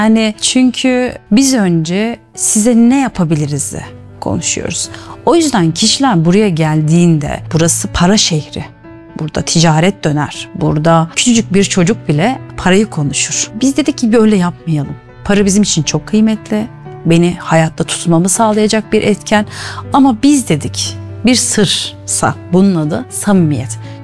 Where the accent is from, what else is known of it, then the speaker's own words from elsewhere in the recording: Kayseri, Turkey; İşte Kayseri'nin yerlisiyiz, yerlisiyiz.